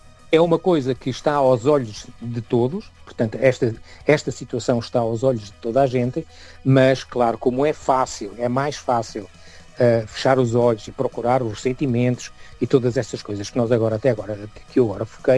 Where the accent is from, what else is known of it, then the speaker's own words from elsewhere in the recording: Portugal; now in Germany; Nós portugueses, viemos de Portugal para aqui por questões económicas